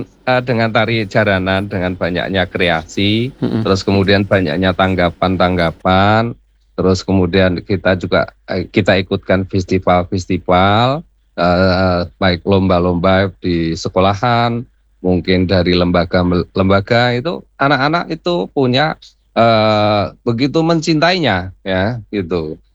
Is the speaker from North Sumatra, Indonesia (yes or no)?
no; Central Java, Indonesia; di kampung saya dan sekitarnya, terutama di Kabupaten Semarang